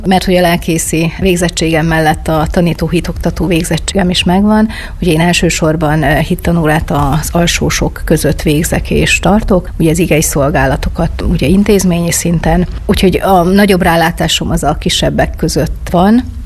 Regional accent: Csengerújfalu, Szabolcs-Szatmár-Bereg, Hungary; now in Berettyóújfalu, Hungary; nekem mindig az a haza, Ugye Csengerújfalva

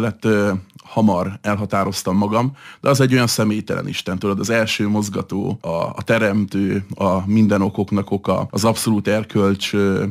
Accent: Hungary; főleg itt Európában magyarként

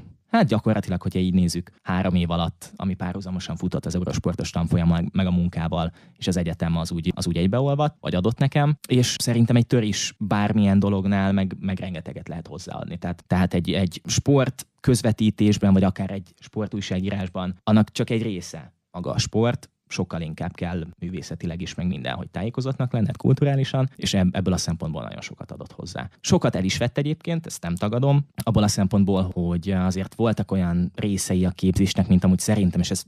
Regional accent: Hódmezővásárhely, Csongrád-Csanád, Hungary; Én Hódmezővásárhelyi vagyok

